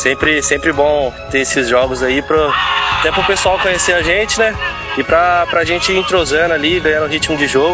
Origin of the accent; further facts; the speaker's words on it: São Paulo, Brazil; Eu saí lá de São Paulo em busca de vir aqui ser campeão.